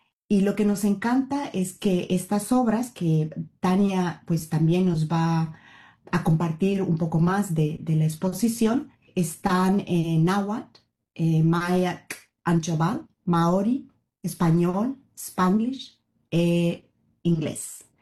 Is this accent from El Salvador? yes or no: yes; El Salvador; now in Australia; como salvadoreñas viviendo en Socola, Australia